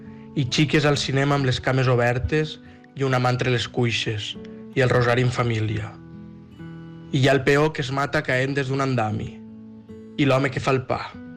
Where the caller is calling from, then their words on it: Xàtiva, Valencian Community, Spain; de Xàtiva.